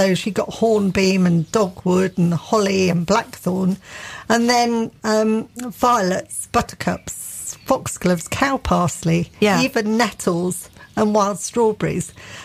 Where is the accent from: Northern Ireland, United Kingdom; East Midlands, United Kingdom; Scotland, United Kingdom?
East Midlands, United Kingdom; Chesterfield; also born or lived in Matlock; that was quarried from a quarry at Matlock, which is very close mm-hmm. to where I grew up in Chesterfield.